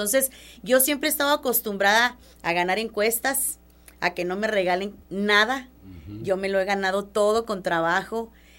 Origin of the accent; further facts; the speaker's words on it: Puerto Peñasco, Sonora, Mexico; Yo estudié en Mexicali, en Baja California, porque en Puerto Peñasco, de donde yo soy originaria, en el 97 no había universidades.